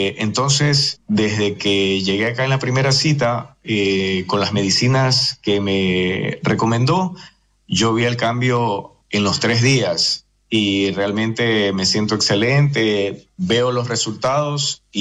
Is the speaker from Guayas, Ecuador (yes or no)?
yes; Guayaquil, Guayas, Ecuador; De acá de la ciudad de Guayaquil, los saludo